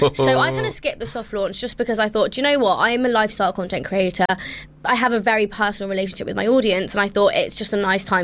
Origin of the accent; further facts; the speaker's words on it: India; I'm also Indian. So whilst we're both Indian, we come from different states and we're different religions.